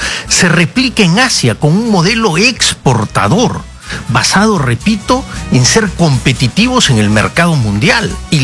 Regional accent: Peru; Y una de las cosas que más me preocupan a mí como peruano es este concepto de plurinacionalidad

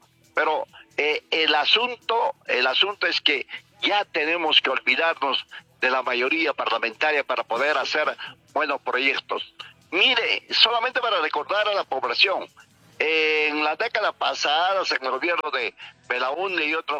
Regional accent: Peru; como ciudadanos peruanos de buen corazón

